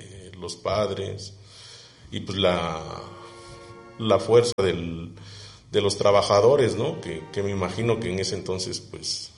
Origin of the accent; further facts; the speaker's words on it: Oaxaca, Mexico; la parte prehispánica de que nos representa pues como jojeños o como oaxaqueños, ¿no?